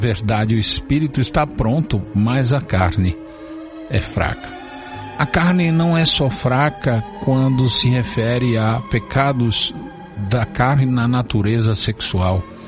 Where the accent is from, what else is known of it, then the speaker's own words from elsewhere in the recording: Brazil; como brasileiros estamos imersos na sociedade